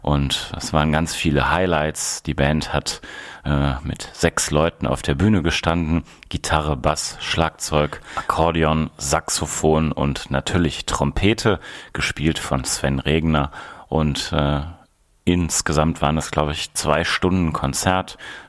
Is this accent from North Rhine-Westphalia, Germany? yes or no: yes; Wuppertal, North Rhine-Westphalia, Germany; Ich habe nämlich in einem unglaublichen Gebäude in meiner Heimatstadt, in der historischen Stadthalle Wuppertal, letztens